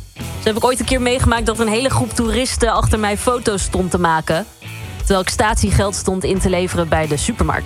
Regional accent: Rotterdam, South Holland, Netherlands; Ik zelf kom uit Rotterdam.

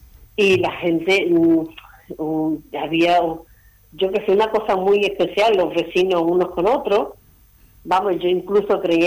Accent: Málaga, Andalusia, Spain; Mira, yo no soy directamente de aquí, yo soy de Las Flores.

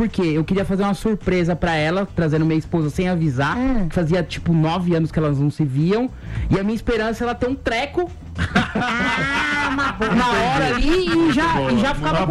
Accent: São Paulo, Brazil; moved away as an adult; now in Braga, Portugal; eu sou paulistano

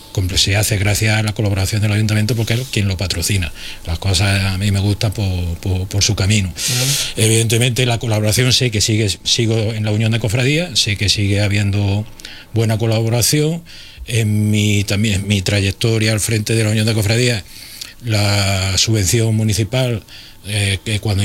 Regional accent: Úbeda, Andalusia, Spain; Yo tengo el defecto muchísimo y entre ellos que soy muy de Úbeda.

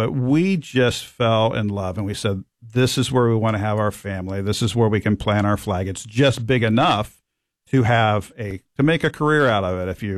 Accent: Mansfield, Ohio, United States; So right after college, 1993, my hometown, Mansfield, Ohio, a little independent, low-power television station

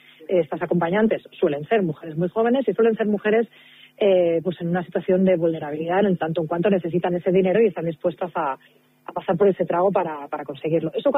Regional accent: Barcelona, Catalonia, Spain; now in Madrid, Spain

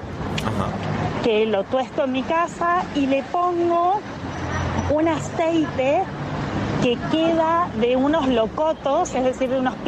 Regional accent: Tucumán, Argentina; de Tucumán. Aquí el sanguche principal del pueblo es la milanga, el sándwich de milanesa

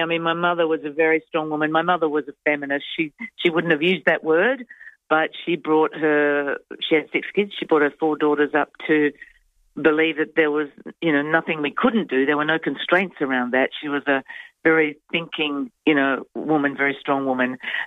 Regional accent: Adelaide, South Australia, Australia; I grew up in Adelaide in a family where my parents were very community-minded.

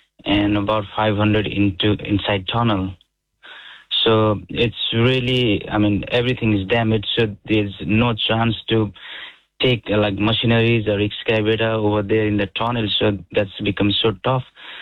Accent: Nepal; I'm from Nepal

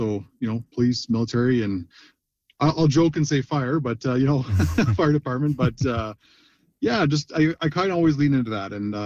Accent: Fort Nelson, British Columbia, Canada; growing up, typical small-town kid, northern BC, played hockey.

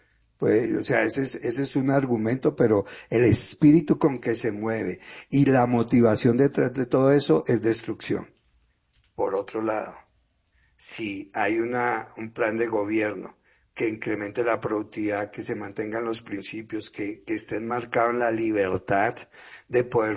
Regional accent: Colombia

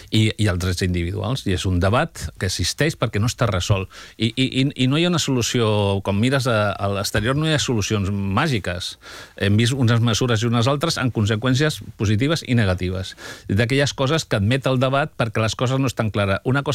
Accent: Molins de Rei, Catalonia, Spain; Jo soc de Molins de Rei.

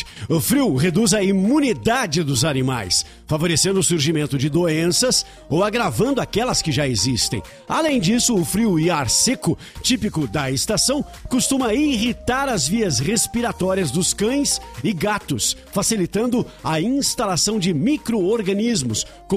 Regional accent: Curitiba, Paraná, Brazil; Eu também nasci em Curitiba. Quando a gente nasce em Curitiba, a gente agora tá com já mais que 40 anos de idade, né? Já passou um pouquinho dos 40.

